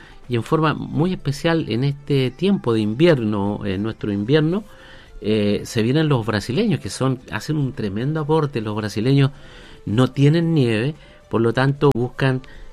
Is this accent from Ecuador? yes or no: no; Chile